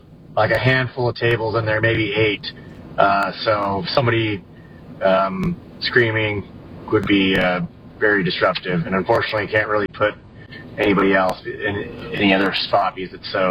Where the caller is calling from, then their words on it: North County, California, United States; I'm from North County.